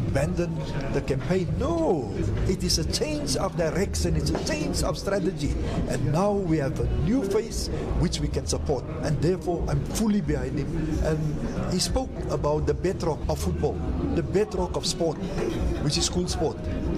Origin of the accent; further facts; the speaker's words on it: Western Cape, South Africa; I'm from the Western Cape.